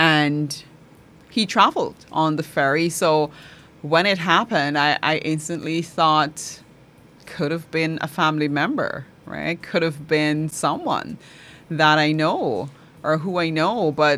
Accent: Matthews Ridge, Barima-Waini, Guyana; And I'm not from Port Kaituma. I'm actually from Matthews Ridge, Region 1 still, but from Matthews Ridge.

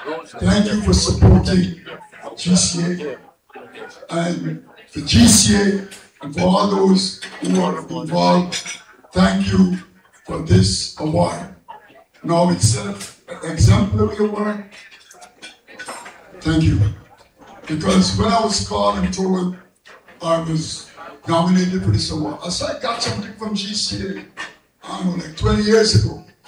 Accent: Victoria, Demerara-Mahaica, Guyana; I remember growing up in Victoria Village up in the East Coast.

